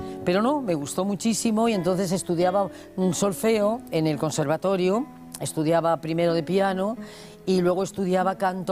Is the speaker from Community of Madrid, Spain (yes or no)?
yes; Madrid, Community of Madrid, Spain; cuando me preguntan, ¿dónde nació usted? Digo, en Madrid, en la calle de La Paloma